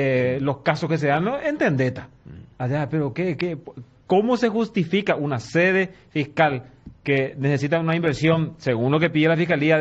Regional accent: Escobar, Paraguarí, Paraguay; mi pueblito Escobar.

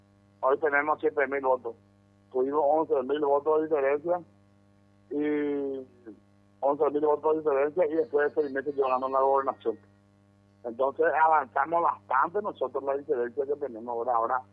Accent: Pedro Juan Caballero, Amambay, Paraguay; soy nacido y criado aquí en Pedro Juan Gallo

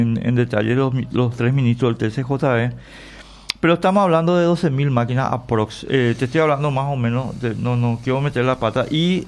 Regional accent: Paraguay

